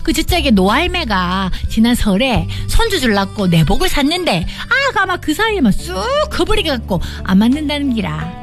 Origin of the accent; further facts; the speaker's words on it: Busan, South Korea; 예, 제가 부산 출신 아니겠습니까?